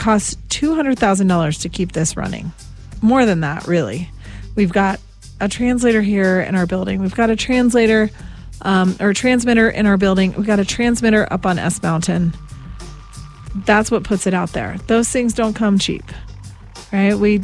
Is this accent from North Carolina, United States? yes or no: no; California, United States; moved away; I grew up in Southern California